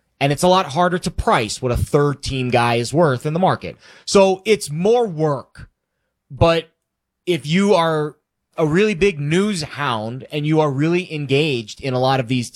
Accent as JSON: {"language": "English", "region": "Florida", "country": "United States", "tie": "born or raised there", "said": "Like, I grew up in South Florida and in the 90s, and that's when Sawgrass Mills Mall, for those who are from that area, you know what that is."}